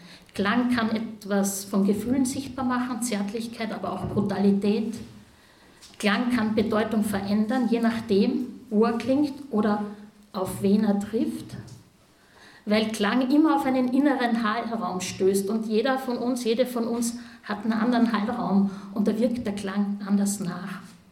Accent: Upper Austria, Austria; Ich bin Oberösterreicherin, muss mich entschuldigen, dass ich weder das Steirische richtig kann, noch das Niederösterreichische.

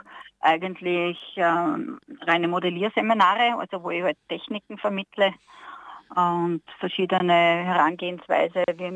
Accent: Austria; moved away

